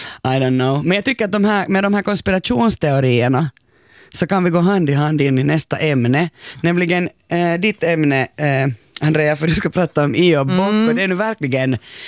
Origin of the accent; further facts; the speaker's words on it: Uusimaa, Finland; accent: Nylandic Swedish; Ja, jag talar ju nyländska, men det gör vi ju alla.